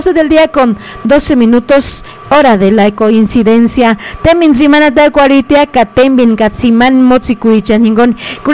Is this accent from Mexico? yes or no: yes; Nocupétaro, Michoacán, Mexico; now in Fresno, United States; Saludos desde Fresno, California. Me gusta mucho su programa. programa. Yo soy de Nocupétaro, Michoacán.